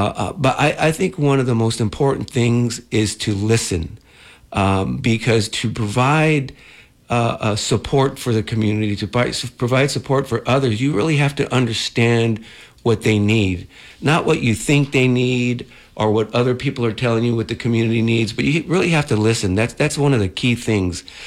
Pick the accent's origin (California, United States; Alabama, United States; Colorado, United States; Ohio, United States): California, United States; San Jose; I grew up on the East Side